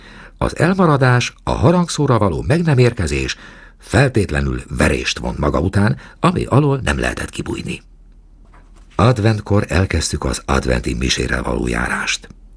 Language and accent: Hungarian; Harghita, Romania; Elég sok házat, sőt, iskolát is épített a szülőfalunkban, és a szomszédos Csíkszeredában. Gyermekként mellette dolgoztam.